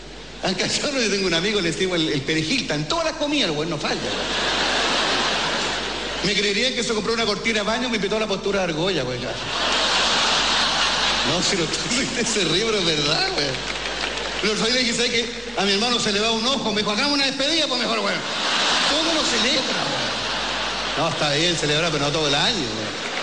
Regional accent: Chile; Así somos los chilenos.

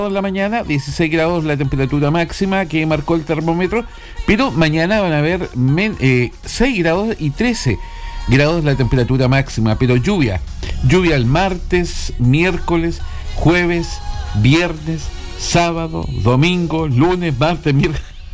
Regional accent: Huépil, Biobío, Chile; somos de un pueblo llamado Huepil, de la comuna de Tucapela, 50 kilómetros de Los Ángeles y 50 kilómetros de Antuco.

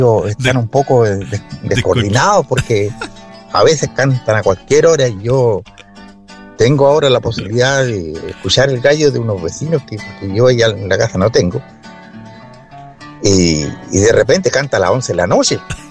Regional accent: Santa Bárbara, Biobío, Chile; yo fui criado en el campo, en el sector de Villucura, de la comuna de Santa Bárbara.

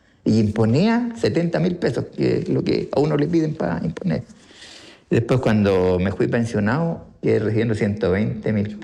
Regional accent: Santiago, Santiago Metropolitan Region, Chile; now in Laja, Chile; Yo venía con eso, yo vengo de Santiago, ¿cierto? Y vengo con eso de criar lombrices. Venía de allá yo con criar lombrices.

